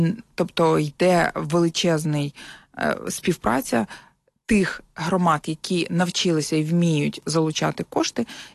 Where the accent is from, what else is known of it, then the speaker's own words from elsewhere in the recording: Kyiv, Ukraine; ми з вами, як кияни